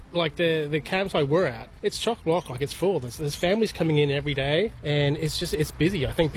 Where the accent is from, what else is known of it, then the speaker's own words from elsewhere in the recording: England, United Kingdom; now in Australia; like, I'm English. I've been here since 2003.